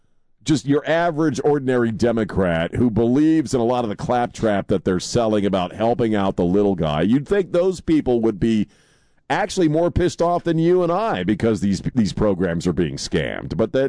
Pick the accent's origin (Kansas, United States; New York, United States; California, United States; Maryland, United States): Maryland, United States; I grew up with people. I grew up in Maryland.